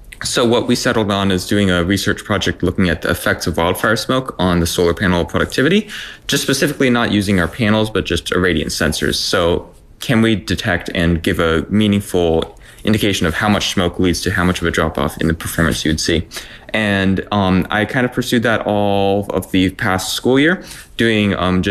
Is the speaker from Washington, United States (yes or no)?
no; Fairbanks, Alaska, United States; Growing up in Fairbanks, it was kind of impossible not to notice climate change, just how I was growing up.